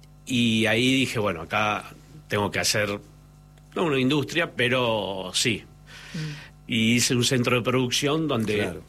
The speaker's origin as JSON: {"language": "Spanish", "country": "Argentina", "said": "Y porque somos argentinos."}